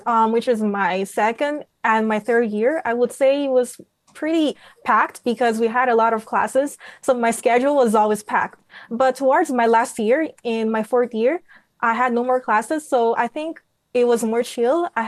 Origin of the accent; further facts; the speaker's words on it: Mozambique; moved away as an adult; now in Beijing, China; I'm from Mozambique, and I'm currently studying in Beijing in Communications University of China.